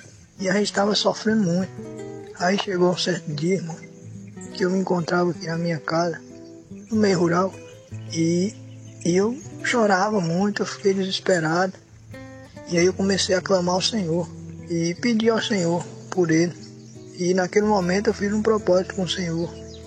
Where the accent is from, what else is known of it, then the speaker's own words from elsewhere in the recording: Bahia, Brazil; Eu sou daqui do município de Beiroá, na Bahia.